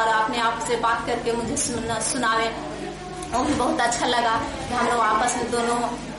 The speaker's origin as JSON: {"language": "Hindi", "town": "Deo", "region": "Bihar", "country": "India", "said": "मैं देव की रहने वाली हूँ, मैं यहाँ की दर्ज हूँ"}